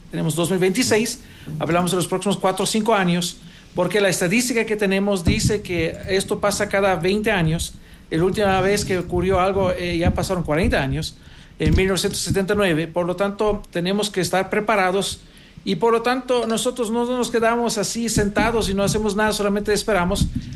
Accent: Greece; also born or lived in Germany; Tenía 14 años, creo, que ocurrió un terremoto en mi ciudad de origen, en Grecia. Estamos allá de vacaciones. Vivíamos en Alemania. También soy migrante.

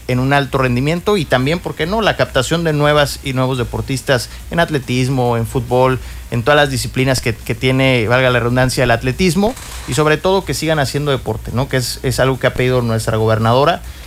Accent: Mexico; inclusive como mexicano

